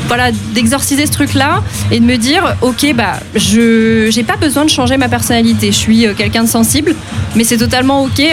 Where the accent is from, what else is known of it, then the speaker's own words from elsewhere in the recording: Nantes, Pays de la Loire, France; now in Brest, France; je suis à Brest depuis quelques années maintenant. Nantaise d'origine, ceci dit, donc bretonne d'adoption.